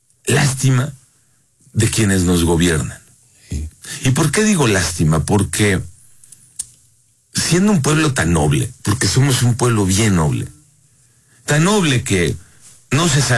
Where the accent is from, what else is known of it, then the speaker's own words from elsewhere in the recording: Mexico; lo divertidos y lo alegres que somos los mexicanos.